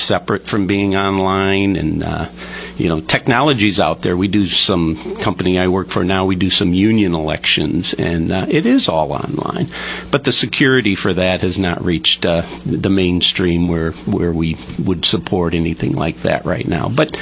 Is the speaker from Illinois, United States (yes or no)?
yes; Ottawa, Illinois, United States; I was born and raised here in Ottawa, a lifelong member of LaSalle County, and just grew up down the street here.